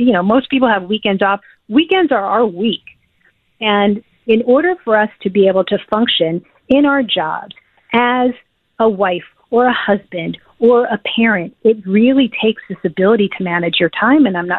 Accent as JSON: {"language": "English", "region": "New Jersey", "country": "United States", "tie": "born or raised there", "said": "Like, I grew up in New Jersey, and we were just all about, like, you know, disco and hip hop."}